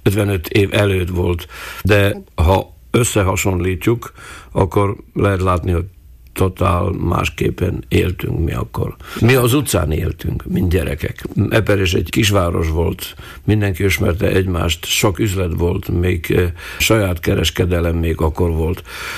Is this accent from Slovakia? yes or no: yes; Prešov, Prešov Region, Slovakia; Hát otthon, oda-haza, Eperjesen. Amikor én születtem, akkor az öreg anyám és az öreg apám, a édesanyámnak a oldalról, azok csak magyarul beszéltek.